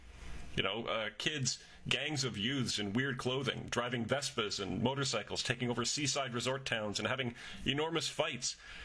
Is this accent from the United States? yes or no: no; Orangeville, Ontario, Canada; including in my hometown of Orangeville, Ontario.